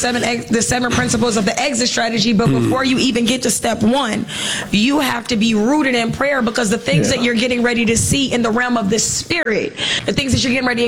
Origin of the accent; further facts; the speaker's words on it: Detroit, Michigan, United States; And I'm from Detroit. I am from the east side of Detroit